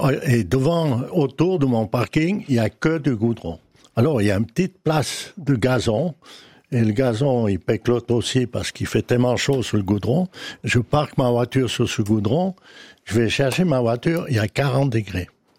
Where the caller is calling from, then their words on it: Valais, Switzerland; je suis valaisan.